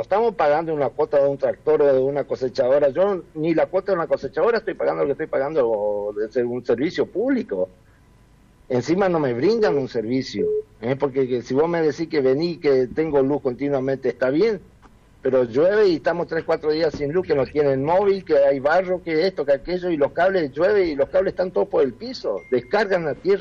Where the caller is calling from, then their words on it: La Tigra, Chaco, Argentina; Yo soy de La Tigra.